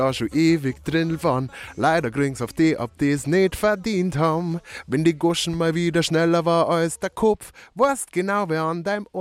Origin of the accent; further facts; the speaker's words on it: Bavaria, Germany; accent: Bavarian; first language Bavarian; now in Regensburg, Germany; ich bin in einem tief bayerischen Haushalt groß geworden. Tut mir ja schwer, Hochdeutsch zu sprechen tatsächlich. Also Bayerisch ist meine Muttersprache.